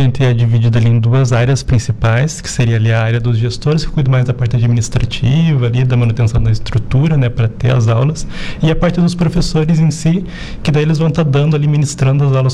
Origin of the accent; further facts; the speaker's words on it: Mafra, Santa Catarina, Brazil; now in Araranguá, Brazil; eu sou de Mafra, Santa Catarina.